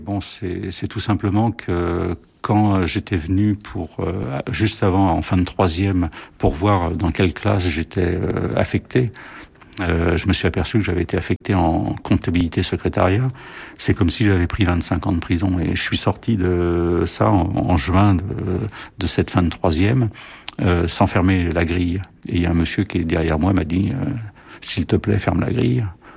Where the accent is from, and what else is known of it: Saint-Denis, Île-de-France, France; born or raised there